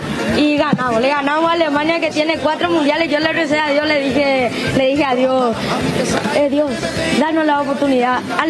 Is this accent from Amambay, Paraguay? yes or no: no; Limpio, Central, Paraguay